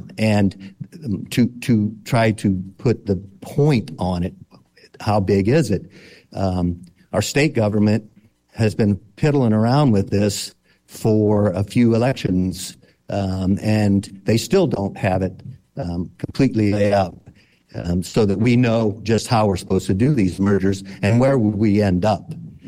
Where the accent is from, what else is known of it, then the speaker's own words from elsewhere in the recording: Stark County, Ohio, United States; I was born and raised in Stark County. My parents were raised and born in Stark County. My grandparents were born and raised in Stark County. So I have a lot of lineage here